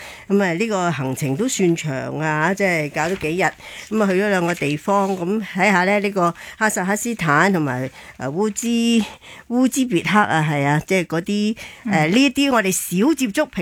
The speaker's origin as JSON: {"language": "Cantonese", "country": "Hong Kong", "said": "我哋香港人"}